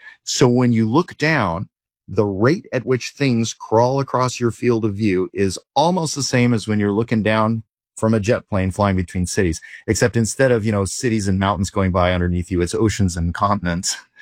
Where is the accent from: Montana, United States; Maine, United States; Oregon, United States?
Oregon, United States; Eugene; moved away; also born or lived in Seattle / Southern California; my hometown of Eugene, my sort of second home, Seattle. I was educated in Southern California